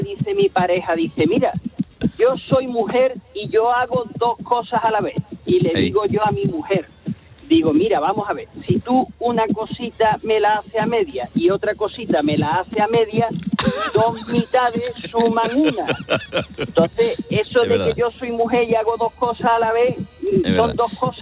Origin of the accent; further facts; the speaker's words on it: Algeciras, Andalusia, Spain; porque yo soy de Algeciras.